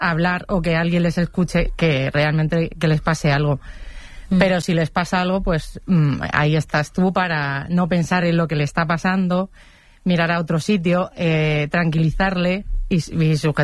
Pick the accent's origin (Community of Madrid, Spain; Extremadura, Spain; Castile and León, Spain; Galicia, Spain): Community of Madrid, Spain; Madrid; Por mi apellido. Perfecto. Y porque soy de Madrid.